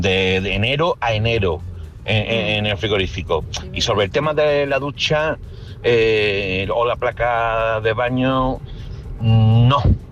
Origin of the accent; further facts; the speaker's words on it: Seville, Andalusia, Spain; Buenas tardes … de Sevilla.